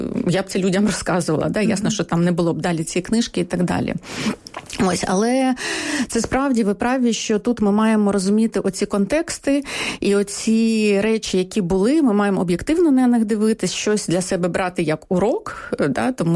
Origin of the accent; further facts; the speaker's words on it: Kyiv, Ukraine; От я теж киянка, і теж за мамою у мене тут багато поколінь були кияни